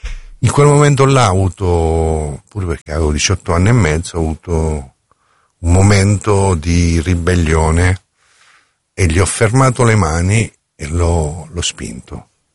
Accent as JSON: {"language": "Italian", "region": "Apulia", "country": "Italy", "lives_now": "Milan, Italy", "said": "Sono pugliese, sono della zona nord della Puglia"}